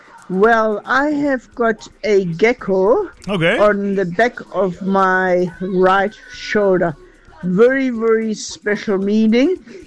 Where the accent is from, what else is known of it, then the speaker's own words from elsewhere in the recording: Namibia; born there; I was born in Southwest Africa where there are lots of geckos and beautiful geckos